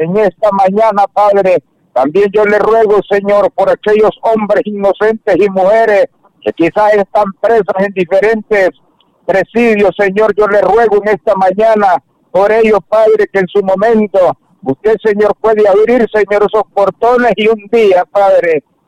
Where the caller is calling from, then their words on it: Sabá, Colón, Honduras; mi pueblo de Sabat, Colón, Honduras.